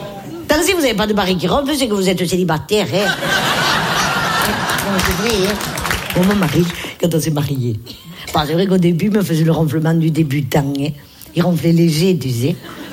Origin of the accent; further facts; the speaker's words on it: Nice, Provence-Alpes-Côte d'Azur, France; Et moi, je l'ai fait comme on l'ai fait chez nous à Nice, à la pomme de terre.